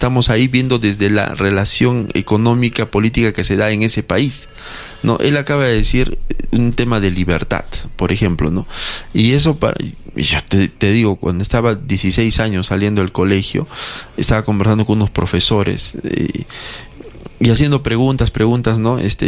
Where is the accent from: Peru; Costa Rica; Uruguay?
Peru